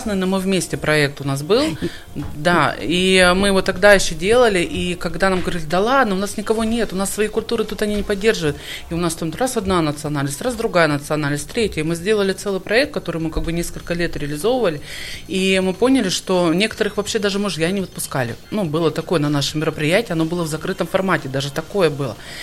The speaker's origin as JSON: {"language": "Russian", "region": "Sakhalin Oblast", "country": "Russia"}